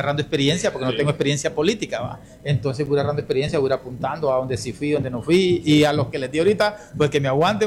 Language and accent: Spanish; Olanchito, Yoro, Honduras; en esas aldeas de donde vengo.